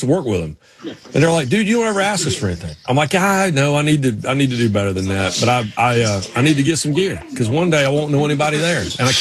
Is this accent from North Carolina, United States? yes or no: yes; Raleigh, North Carolina, United States; moved away; I grew up in Raleigh. I grew up big North Carolina State fan.